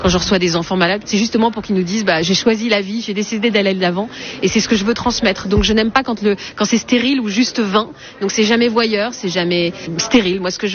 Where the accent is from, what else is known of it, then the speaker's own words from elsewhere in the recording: Hauts-de-France, France; Donc, donc moi, je suis plutôt du Nord.